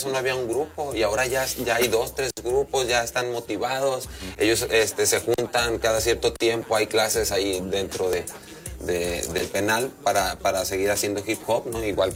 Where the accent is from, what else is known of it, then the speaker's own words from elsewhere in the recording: Tepic, Nayarit, Mexico; Soy de Tepic, Nayarit, orgullosamente.